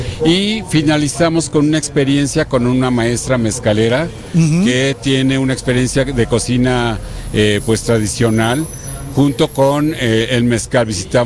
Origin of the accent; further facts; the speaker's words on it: Puebla, Mexico; nosotros como poblanos